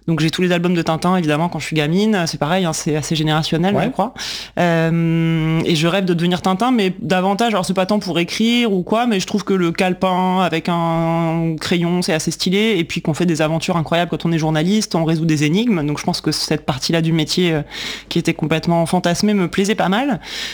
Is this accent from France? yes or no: yes; Angoulême, Nouvelle-Aquitaine, France; born there; also born or lived in Clermont-Ferrand; Je suis né à Clermont-Ferrand où j'ai passé les 8 premières années de ma vie et ensuite j'ai déménagé à Angoulême.